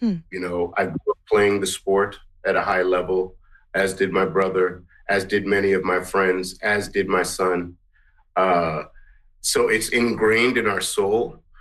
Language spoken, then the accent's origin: English; Guyana; now in Canada; I'm from Guyana, and … I'm mixed. So it's part of me as well, the South Asian, as we call it, culture.